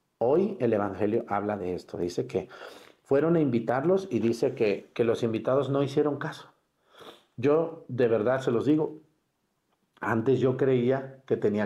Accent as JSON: {"language": "Spanish", "town": "Mexticacán", "region": "Jalisco", "country": "Mexico", "said": "en mi pueblo, en Mexicacán"}